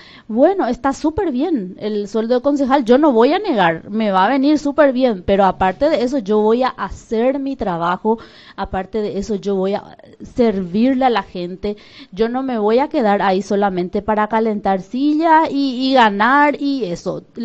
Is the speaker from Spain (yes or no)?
no; Pedro Juan Caballero, Amambay, Paraguay; nacida y criada en Pedro Juan Caballero